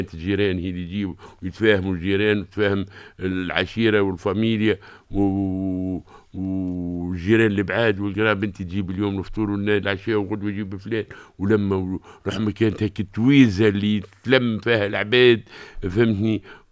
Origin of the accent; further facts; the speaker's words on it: El Kef, Kef Governorate, Tunisia; في حومتنا وفي حينا وفي جهتنا وفي الكاف بصفة عامة